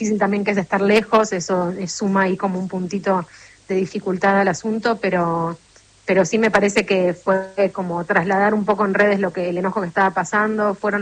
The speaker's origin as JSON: {"language": "Spanish", "country": "Argentina", "said": "Se notaba un poco de hostilidad, pero nada fuera de las cargadas futbolísticas a las que uno ya está acostumbrado, uno siendo argentino"}